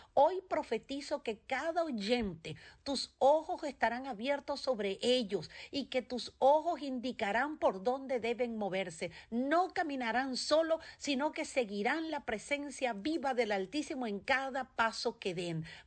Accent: Houston, Texas, United States; la antorcha encendida de Houston, Texas, orando a través de la red Radio Vida.

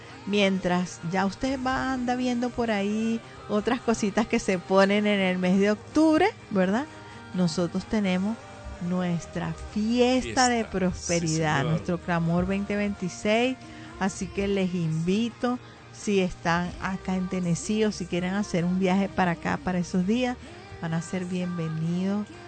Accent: Venezuela; Por ejemplo, yo soy de Venezuela, el hermano Miguel es mexicano

